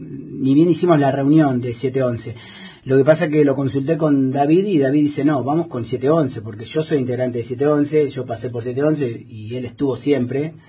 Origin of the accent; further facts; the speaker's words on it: Esquel, Chubut, Argentina; also born or lived in Buenos Aires; Yo nací en Buenos Aires, me crié acá en Esquel